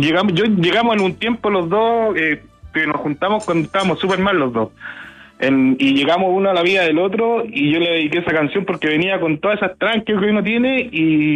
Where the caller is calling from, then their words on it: Renca, Santiago Metropolitan Region, Chile; Yo vivo en Renca.